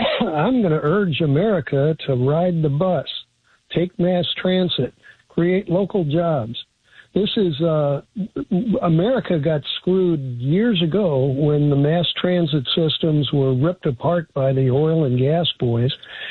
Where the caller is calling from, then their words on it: San Francisco, California, United States; I'm calling you from San Francisco.